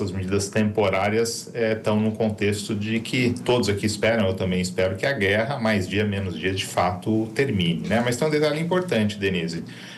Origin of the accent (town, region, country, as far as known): Brazil